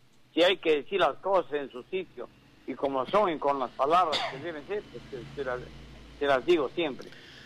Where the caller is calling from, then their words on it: Peru; cuando todos somos peruanos.